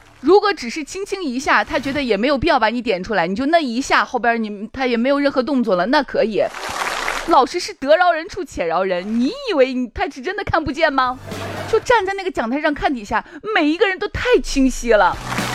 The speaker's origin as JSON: {"language": "Chinese", "region": "Shaanxi", "country": "China", "said": "我们陕西人说话一般啊都只说反话"}